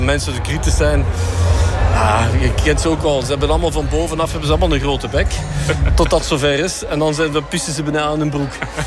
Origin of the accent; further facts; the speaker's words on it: Flanders, Belgium; ik kom uit het Belgisch Limburg. En mijn vriendenkring situeerde zich echt net over de taalgrens hier. Of net over de grens hier in België. Bij Bocholt en Lozen.